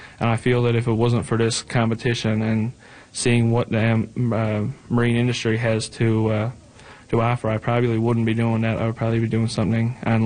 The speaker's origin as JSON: {"language": "English", "region": "Newfoundland and Labrador", "country": "Canada", "said": "where we're from Labrador"}